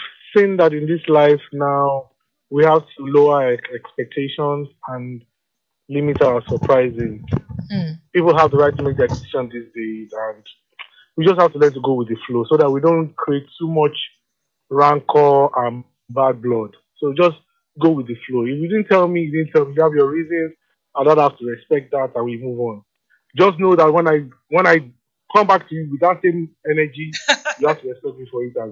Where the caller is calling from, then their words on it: Lagos, Nigeria; I'm calling from Lagos.